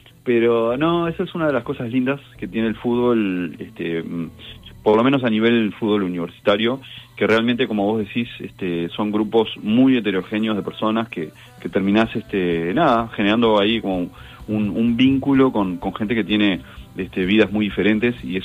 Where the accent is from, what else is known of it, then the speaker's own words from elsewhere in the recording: Montevideo, Uruguay; yo crecí en el Prado también, ahí el barrio de Wanderers.